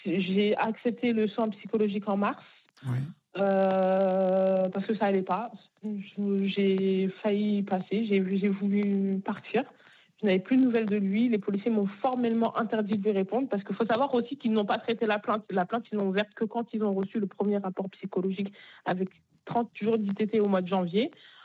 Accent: Bagneux, Île-de-France, France; Parce que moi, je viens de Bagneux.

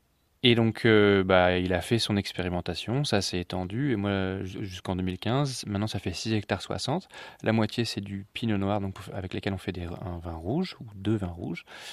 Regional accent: Normandy, France; Ça, je suis normand.

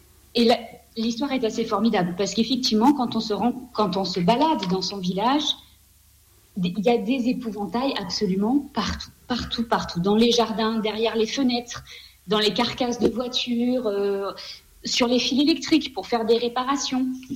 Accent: Marseille, Provence-Alpes-Côte d'Azur, France; moved away as an adult; also born or lived in La Mure, Isère / Aubagne / La Ciotat / Drôme; now in Ardèche, France; Alors, je ne suis pas originaire de la région puisque je suis née à Lamur, en Isère, mais je n'ai pas vraiment connu cette région-là. Très rapidement, on a déménagé à Marseille. Donc, j'ai passé presque toute ma vie du côté de Marseille, à Aubagne, à La Ciotat, enfin voilà, au bord de la mer.

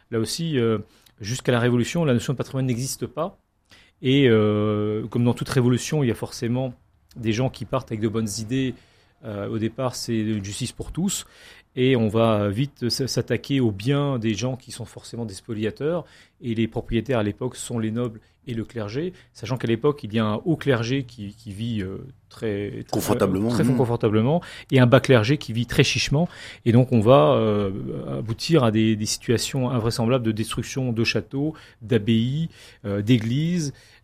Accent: Grand Est, France; L'abbé Grégoire aussi qui peut nous intéresser en tant que Lorrain

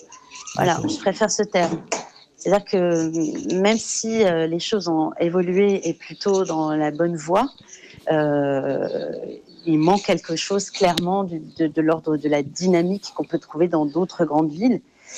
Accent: France; j'ai grandi en France avec des référentiels autour de la culture

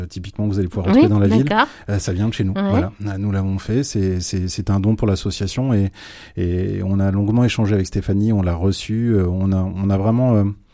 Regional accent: Hauts-de-France, France; moi, je viens de l'Oise, hein, le week-end, ma maison est sur Amiens, mais je découvre l'Orne semaine après semaine depuis 7 mois.

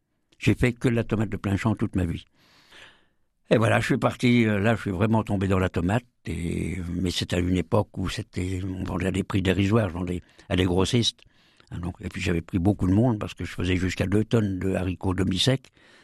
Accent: Frontenay-sur-Dive, Nouvelle-Aquitaine, France; je suis originaire de Frontenay-sur-Dive, à côté de Saint-Jean-de-Sauve, entre Mirbeau et Loudun, Nord-Vienne. J'y suis toujours.

